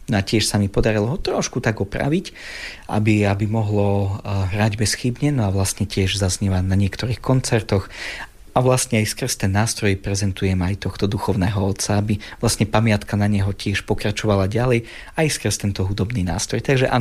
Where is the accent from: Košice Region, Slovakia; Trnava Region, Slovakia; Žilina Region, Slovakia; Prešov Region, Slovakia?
Prešov Region, Slovakia; Prešov; Keďže ja pochádzam zo Solivaru